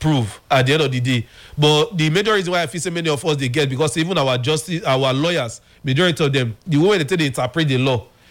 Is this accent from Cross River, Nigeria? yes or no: no; Benin City, Edo, Nigeria; as a Benin person, for many of us, when we say we come from Benin, we reverend the king